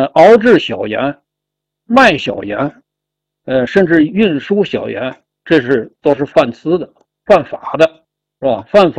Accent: Hebei, China; moved away; 在我们老家就河北省啊，一般都是腌咸菜用

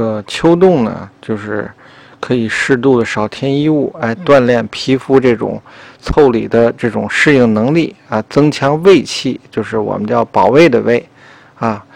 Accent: Tianjin, China; 尤其咱们天津人口味都比较重

